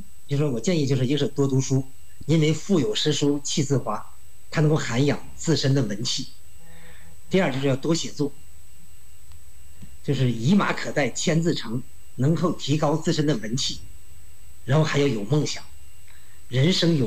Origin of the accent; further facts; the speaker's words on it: Xinglong, Hebei, China; 我们家乡的雾灵山是燕山主峰，